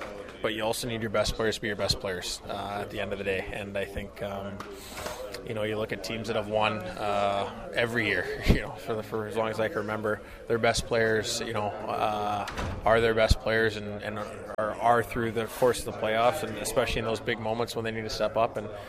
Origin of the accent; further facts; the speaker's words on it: Vancouver, British Columbia, Canada; growing up in Vancouver, I always look forward to going to Canucks games